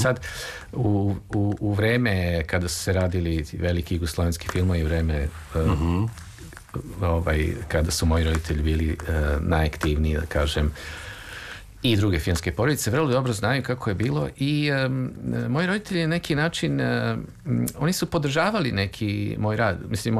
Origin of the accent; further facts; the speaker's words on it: Belgrade, Serbia; ja sam rođen u Beogradu i prvi dom je bio na Slaviji, a onda smo se kasnije preselili u Bulevar Revolucije, tadašnji Bulevar Kralja Aleksandra.